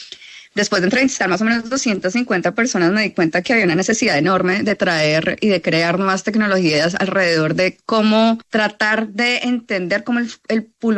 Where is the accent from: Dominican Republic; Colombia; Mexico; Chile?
Colombia; pues somos dos colombianos y decidimos montar el equipo en Colombia